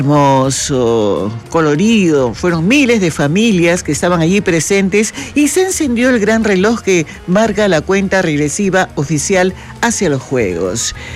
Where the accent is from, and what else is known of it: Peru